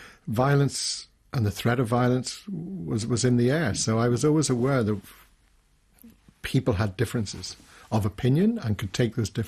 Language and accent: English; Northern Ireland, United Kingdom; born there; I am Irish, and I was born in what a lot of people call Northern Ireland. I don't like to think of it as Northern Ireland.